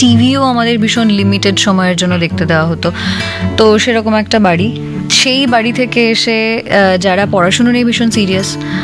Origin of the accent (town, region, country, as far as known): India